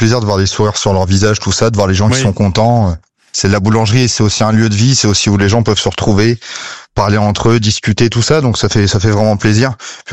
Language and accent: French; Le Havre, Normandy, France; moved away as an adult; Moi, je suis de Normandie, je suis du Havre la base.